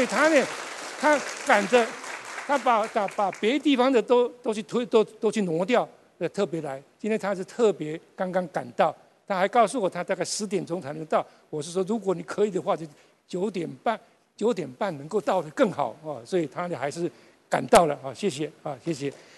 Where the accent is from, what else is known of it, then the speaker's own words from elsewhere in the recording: Tainan, Taiwan; 我是台南乡下人也很穷长大啊